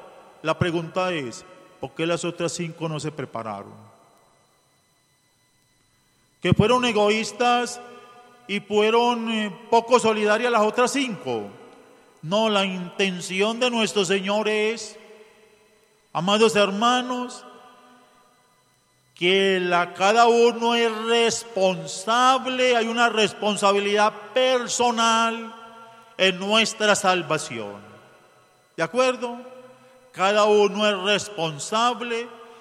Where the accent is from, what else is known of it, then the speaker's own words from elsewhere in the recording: Antioquia, Colombia; como buenos antioqueños dejamos todo para última hora.